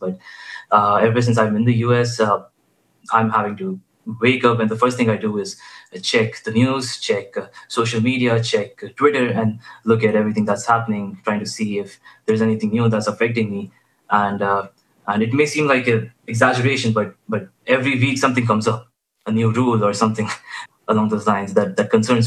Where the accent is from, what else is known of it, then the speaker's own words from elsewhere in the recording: Bhopal, Madhya Pradesh, India; English is a second language; moved away as an adult; now in United States; I grew up in Bhopal in India, so that's where I'm originally from. And I finished my high school, and for my bachelor's, I came to the U.S. when I was 17